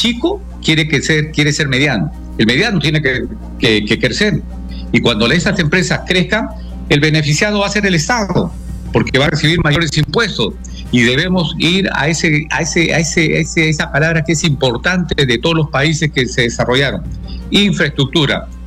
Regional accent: Peru; todos somos peruanos, no es porque nacimos en una ciudad más lejos, no.

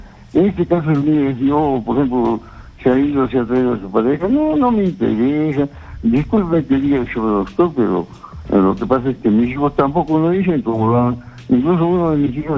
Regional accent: Puno, Peru; Yo soy de Puno, entonces se ha ido a Arequipa

